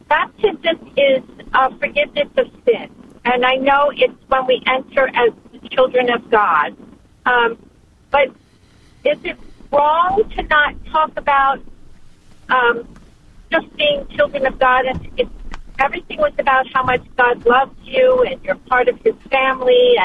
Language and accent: English; New Jersey, United States; Okay, I'm from New Jersey, but I'm driving to Pittsburgh to visit my son and his family.